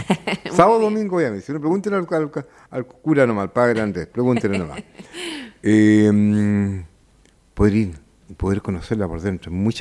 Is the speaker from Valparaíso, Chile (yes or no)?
yes; Quillota, Valparaíso, Chile